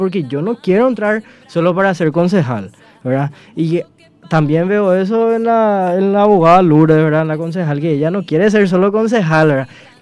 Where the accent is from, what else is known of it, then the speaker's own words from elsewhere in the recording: Pedro Juan Caballero, Amambay, Paraguay; Entonces es muy lindo ser pedrojuanino, todos lo decimos, amo mi país, PJC